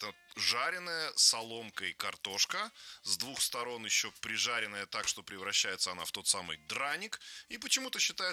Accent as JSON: {"language": "Russian", "country": "Belarus", "said": "мы, значит, белорусы"}